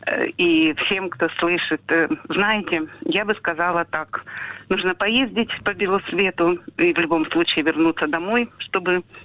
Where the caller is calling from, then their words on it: Luhansk, Luhansk Oblast, Ukraine; Меня с 2014 года родственники, знакомые, друзья уговаривали уехать из Луганска, поехать за границу, поехать в Украину. Но я всех звала к себе.